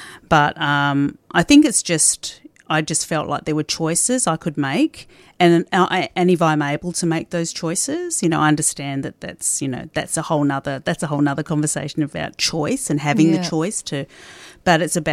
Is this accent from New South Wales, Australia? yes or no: no; Geelong, Victoria, Australia; when I was growing up in Geelong